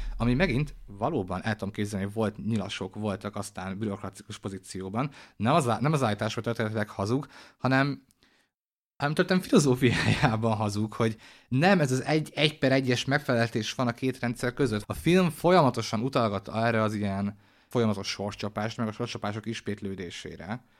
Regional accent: Hungary; Itt érzem magam, hát igazából sértve magyarként, úgyhogy ennek a társadalomnak a tagja vagyok

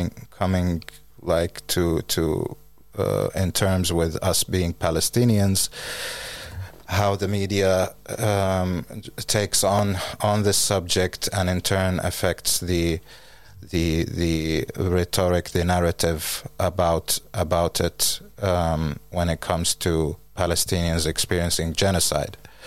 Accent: Finland; English is a second language; So I grew up in Finland, and I am. I work as a designer, and I'm a media artist and a filmmaking person.

